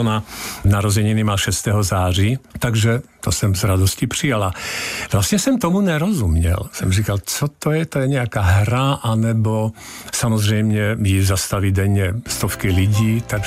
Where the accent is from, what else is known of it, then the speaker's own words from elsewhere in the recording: Slovakia; accent: Slovak; first language Slovak; Czech is a second language; now in Czech Republic; Tak jak já i v češtině mám akcent pořád. Ten slovenský, ten měkký akcent tam zůstává.